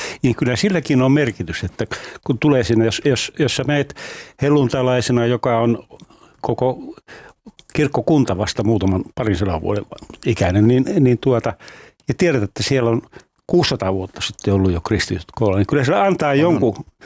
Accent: Rovaniemi, Lapland, Finland; moved away; mä Rovaniemeltä kotoisin

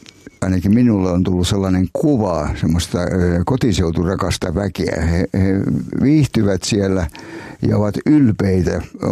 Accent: Enonkoski, South Savo, Finland; kun olen Etelä-Savosta lähtöisin Enonkoskelta, niin siis siellä on myöskin tapana, että kätellään aina, kun tavataan.

